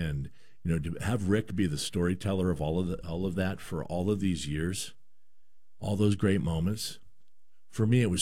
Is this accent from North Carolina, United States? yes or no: no; Bellingham, Washington, United States; because back when I was a kid here in town, I grew up in Bellingham.